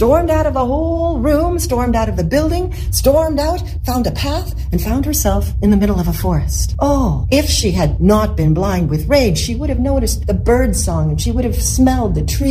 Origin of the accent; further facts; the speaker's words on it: British Columbia, Canada; I'm from Vancouver Island, Canada.